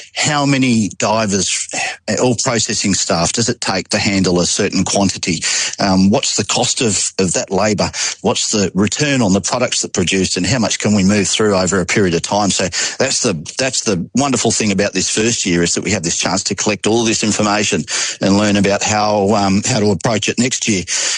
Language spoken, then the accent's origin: English; Australia; I'm an Australian.